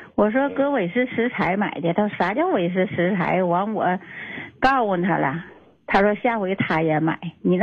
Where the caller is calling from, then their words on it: Tieling, Liaoning, China; 我是铁岭的